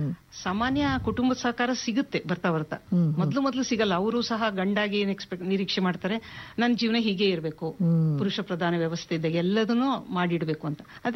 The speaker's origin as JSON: {"language": "Kannada", "town": "Chitradurga", "region": "Karnataka", "country": "India", "tie": "born or raised there", "lives_now": "Shivamogga, India"}